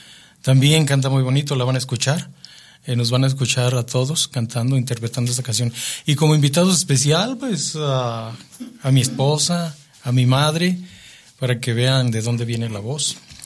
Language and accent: Spanish; Mexico